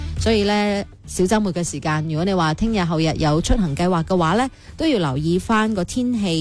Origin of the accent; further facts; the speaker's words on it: Guangdong, China; 我哋广东人